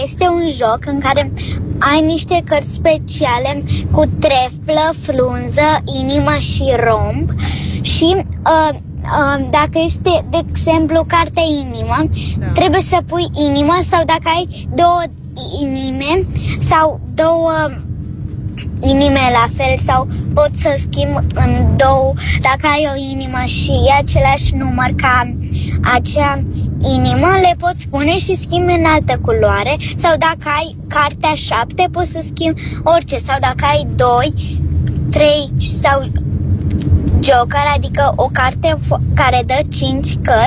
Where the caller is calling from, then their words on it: Bucharest, Romania; din București și am 6 ani